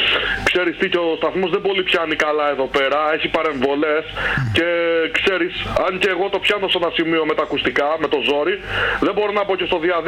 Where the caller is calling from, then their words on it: Kalamaria, Central Macedonia, Greece; από Καλαμαριά.